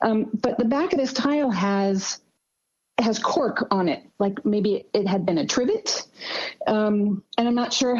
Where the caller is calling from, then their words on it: Aiken, South Carolina, United States; I'm calling from Aiken, South Carolina.